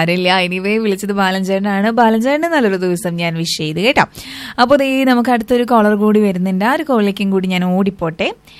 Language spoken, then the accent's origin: Malayalam; Thrissur, Kerala, India; ഞാൻ തൃശ്ശൂര്.